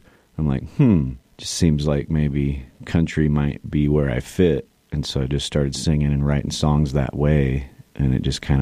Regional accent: Sandy, Utah, United States; also born or lived in Tennessee; I'm from Sandy, Utah. I lived in Tennessee for 3 years.

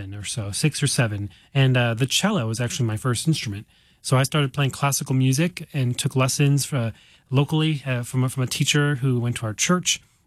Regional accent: United States; also born or lived in Romania; I was adopted at the age of two by a loving family here in the States, and grew up in a very loving home.

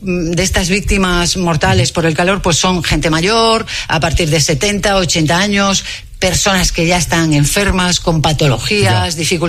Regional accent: Galicia, Spain; En las casas, yo soy gallega, pues no hay aire acondicionado

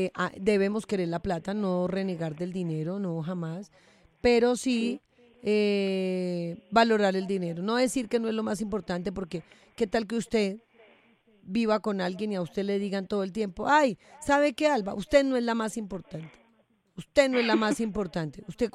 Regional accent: Boyacá, Colombia; moved away; visitando Boyacá, mi tierra querida.

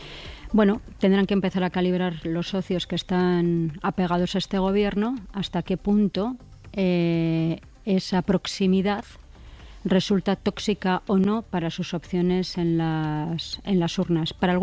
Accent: Basque Country, Spain; Yo soy vasca y tengo otro relato de esos hechos.

